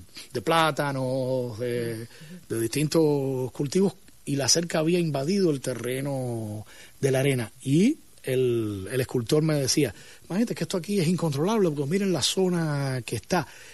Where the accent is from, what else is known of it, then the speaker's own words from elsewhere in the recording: Cuba; Recuerdo haber estado en Cancún, y en Cancún decir que yo soy cubano